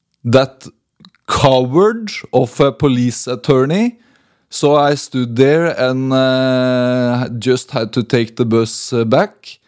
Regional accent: Norway; English is a second language; moved away; I was back in my hometown in Norway

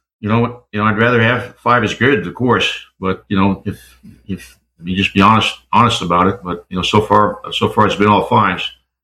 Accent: Maine, United States; born or raised there

